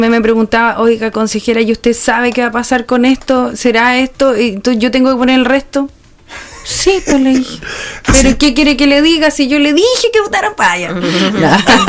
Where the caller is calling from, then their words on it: Chile; yo también soy chilena y sabe que yo no me levanto nada, es cierto. Y mi abuelita también era chilena y mi papá también era chileno